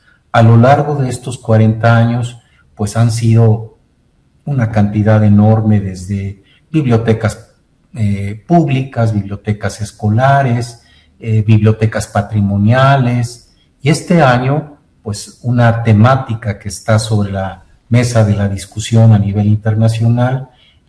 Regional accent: Guadalajara, Jalisco, Mexico; born there; Los que nacimos en Guadalajara nos dicen tapatíos.

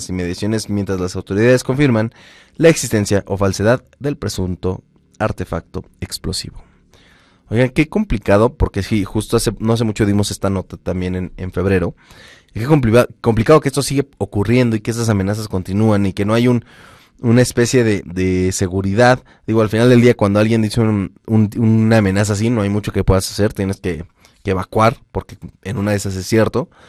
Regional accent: Ciudad Juárez, Chihuahua, Mexico; yo soy de Ciudad Juárez, Chihuahua.

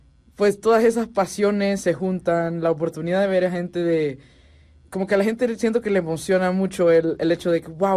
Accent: El Salvador; moved away as an adult; now in Mexico; soy de El Salvador, llevo ya un par de años viviendo en México

